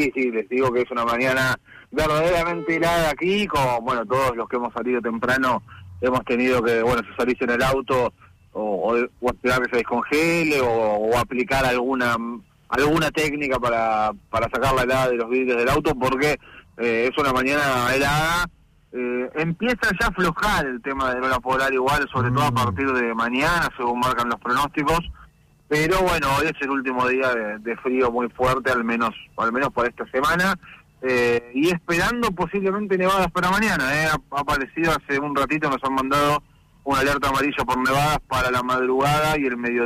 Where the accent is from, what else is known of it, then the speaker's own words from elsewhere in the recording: Argentina; No, imagínate que uno como argentino no puede querer que ganen los ingleses jamás.